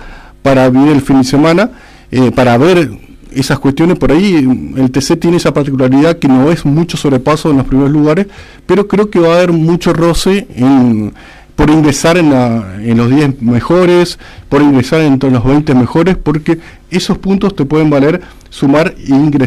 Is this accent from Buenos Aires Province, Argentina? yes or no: no; Misiones, Argentina; nos destaca como público argentino, y en Misiones por supuesto tenemos el turismo de carretera